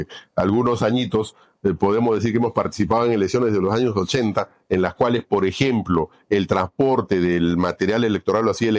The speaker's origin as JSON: {"language": "Spanish", "country": "Peru", "said": "Correcto, esperemos que esto se corrija y que para la segunda vuelta, que como peruanos opino, y para las elecciones municipales y regionales, haya una mayor transparencia"}